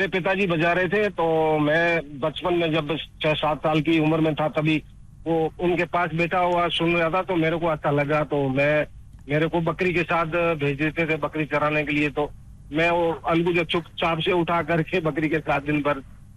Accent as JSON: {"language": "Hindi", "town": "Jaisalmer", "region": "Rajasthan", "country": "India"}